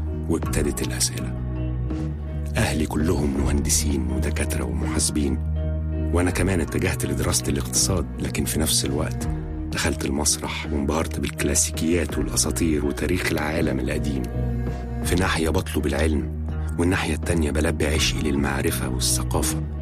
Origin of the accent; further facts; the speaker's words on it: Egypt; born there; أنا اتولدت في مصر في ملتقى طرق ما بين ثقافتين، ثقافة العربي المسلم وتاريخ مصر القديمة.